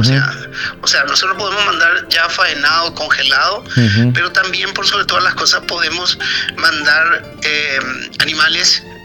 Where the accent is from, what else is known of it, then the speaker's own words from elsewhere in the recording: Paraguay; nosotros como paraguayos